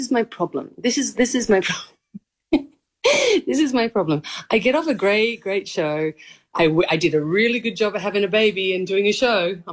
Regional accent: Australia; I didn't have to pretend to do any accent. I was just doing my accent. And I'm Australian.

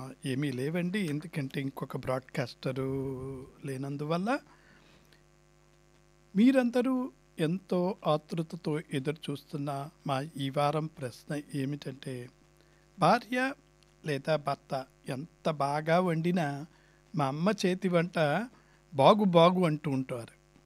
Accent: Palakollu, Andhra Pradesh, India; now in Sydney, Australia; నా చిన్నప్పుడు మా ఊరు పాలకొల్లు, గోదావరి జిల్లా అనుకోండి, పశ్చిమ గోదావరి జిల్లా.

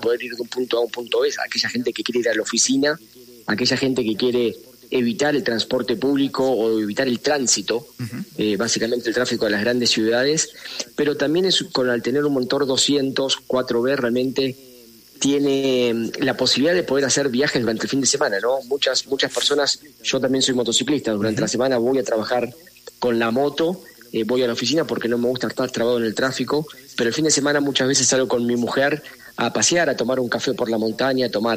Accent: Argentina; Yo soy de Argentina.

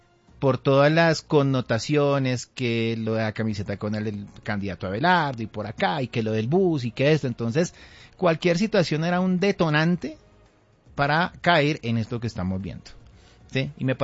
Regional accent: Colombia

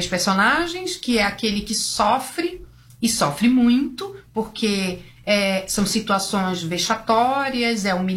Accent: Belém, Pará, Brazil; moved away as an adult; now in São Paulo, Brazil; sou de Belém do Pará, tô aqui há muitos anos

